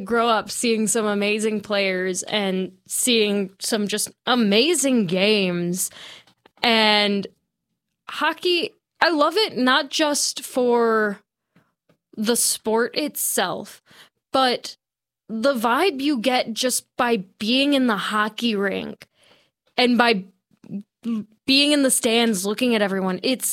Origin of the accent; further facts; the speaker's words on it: Toledo, Ohio, United States; I grew up in Toledo